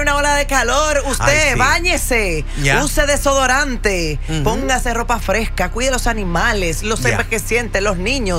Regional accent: United States; Este yo soy de los United States.

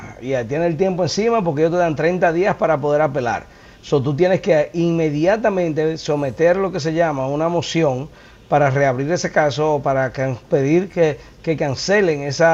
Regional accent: Colombia; yo soy colombiano.

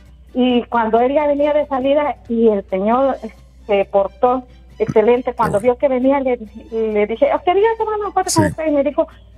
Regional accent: Guatemala; mi abuela se peinaba con una línea por de medio y se hacía dos trenzas, porque yo soy de Guatemala.

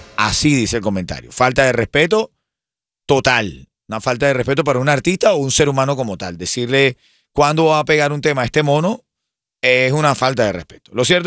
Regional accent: Hialeah, Florida, United States; Yo soy de Hialeah, ¿no?

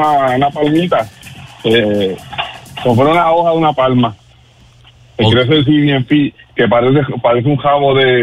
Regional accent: Yauco, Puerto Rico; No, de Yauco.

